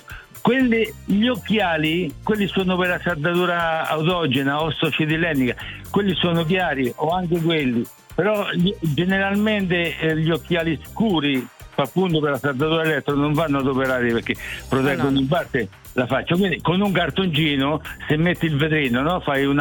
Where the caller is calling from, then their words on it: Montefranco, Umbria, Italy; Montefranco, Terni.